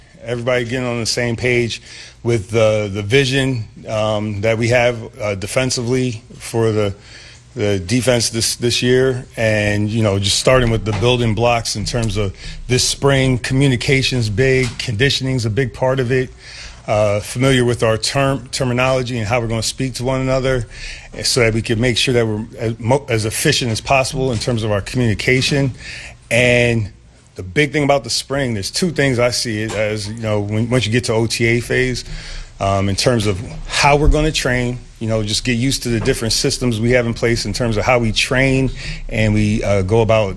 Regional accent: Waterbury, Connecticut, United States; Here I'm a kid from Waterbury, Connecticut, wasn't a good football player, got lucky, became a coach, have a knack for being able to coach this game.

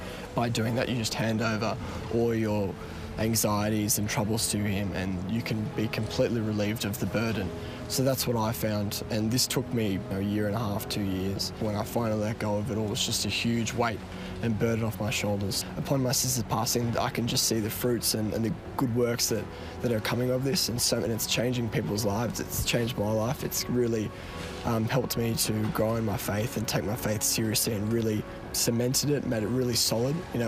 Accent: Sydney, New South Wales, Australia; I'm 21 years old and I'm from Sydney, Australia. I've been lucky to grow up in a Catholic family, really good, strong, Catholic, devout parents and siblings who also practice their faith.

